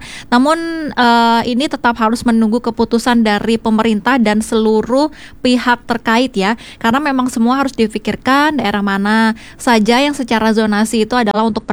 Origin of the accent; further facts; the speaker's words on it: Bali, Indonesia; sebagai warga Bali nih